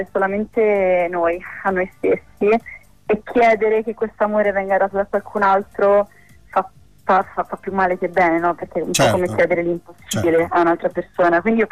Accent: Florence, Tuscany, Italy; born there; Sì, io sono nata a Firenze.

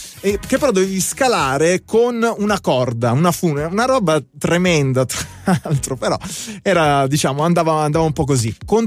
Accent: Bari, Apulia, Italy; io sono di Bari

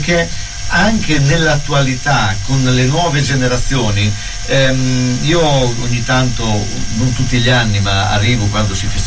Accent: Emilia-Romagna, Italy; accent: Bolognese dialect

